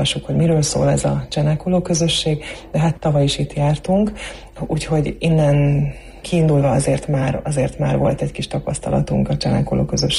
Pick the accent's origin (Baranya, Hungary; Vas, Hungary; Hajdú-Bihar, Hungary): Vas, Hungary; first language Croatian; Hungarian is a second language; Horvát felmenőkkel rendelkezem. Én egy Gradisztyei horvát falunak a lakója vagyok, az én szüleim horvátok, horvát nemzetiségűek. Ez azt jelenti, hogy mi a családban igazából gyerekkoromtól fogva horvátul beszéltünk, igen, anyai, apai ágon is a felmenőim horvátok